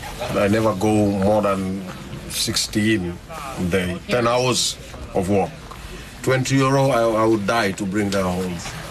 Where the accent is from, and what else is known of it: Gambia